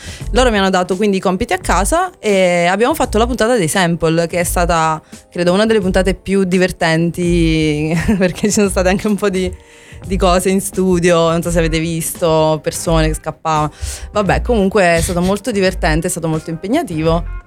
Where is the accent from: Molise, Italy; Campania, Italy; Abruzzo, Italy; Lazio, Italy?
Campania, Italy; Caivano; sono originaria di Caivano